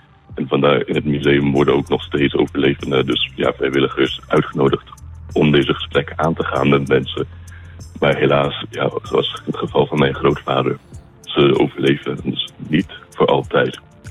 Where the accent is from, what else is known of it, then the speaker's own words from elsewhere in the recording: Luxembourg; Want ik ben Nederlander, maar ben in het buitenland opgegroeid, inderdaad. En dus in Luxemburg.